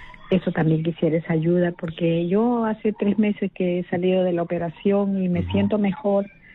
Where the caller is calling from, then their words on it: Lima, Peru; en la iglesia donde yo estoy, acá en el Agustino